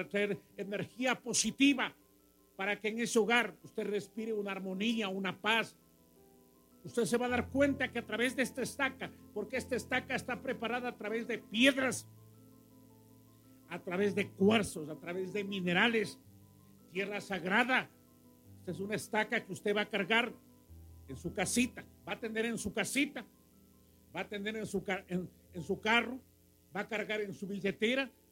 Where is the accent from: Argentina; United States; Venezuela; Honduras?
Venezuela; now in Ecuador; En mi país, en Venezuela